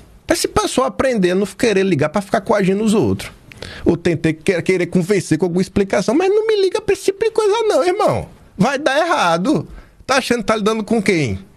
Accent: Feira de Santana, Bahia, Brazil; Eu sou de Feira de Santana. Eu sou de Feira de Santana.

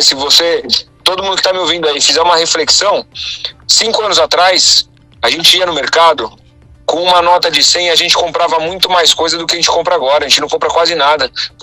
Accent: Guarulhos, São Paulo, Brazil; also born or lived in Penha, São Paulo; pai mudou de cidade e foi para Guarulhos, né? Saiu de São Paulo, da Penha, onde eu nasci, na Penha, zona leste de São Paulo. Aí a gente foi para Guarulhos, onde eu me criei

